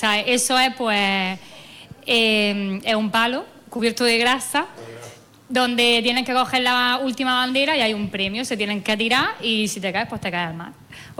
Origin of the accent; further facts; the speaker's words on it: El Ejido, Andalusia, Spain; now in Almería, Spain; Yo soy de Ejido, me vine aquí, me enamoré del barrio